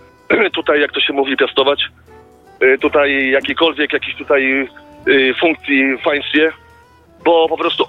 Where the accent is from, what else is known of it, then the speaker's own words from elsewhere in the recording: Gdynia, Pomeranian Voivodeship, Poland; born there; now in Bydgoszcz, Poland; Ja ogólnie urodziłem się w Gdyni, mieszkam w Bydgoszczy teraz obecnie